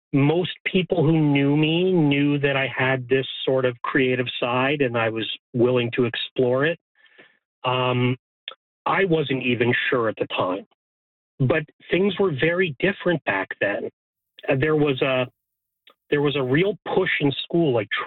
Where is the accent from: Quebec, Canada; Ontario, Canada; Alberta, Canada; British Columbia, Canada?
Ontario, Canada; Toronto; I grew up in Toronto